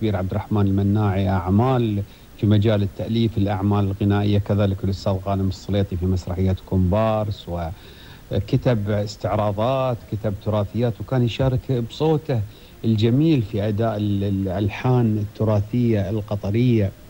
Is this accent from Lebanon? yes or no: no; Qatar; أنا قطرية اللي تعرفوني،